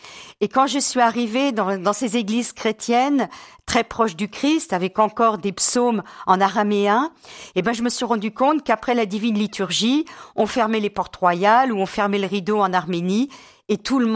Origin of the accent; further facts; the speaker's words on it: Pays de la Loire, France; le patois quand j'étais enfant, qu'on parlait en Vendée.